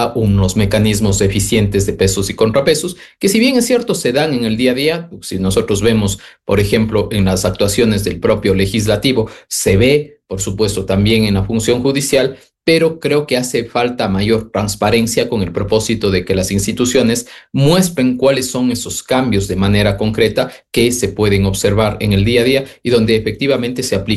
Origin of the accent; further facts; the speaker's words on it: Ecuador; lo que nos ha pasado como ecuatorianos es que cada 10 años